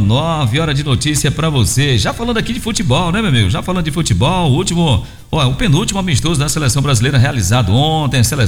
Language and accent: Portuguese; Brazil